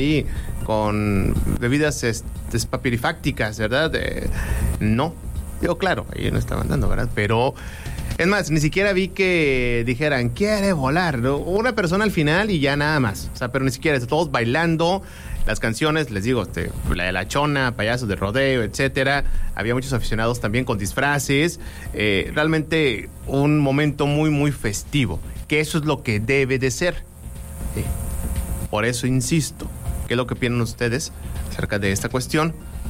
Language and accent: Spanish; San Nicolás de los Garza, Nuevo León, Mexico; son de allá de San Nicolás, de donde yo soy, también.